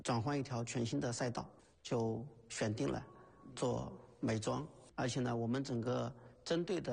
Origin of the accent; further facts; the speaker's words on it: China; 我们中国人